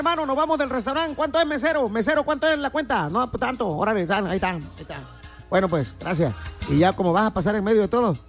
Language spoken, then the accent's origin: Spanish; Mexico; me siento muy orgulloso este día de ser mexicano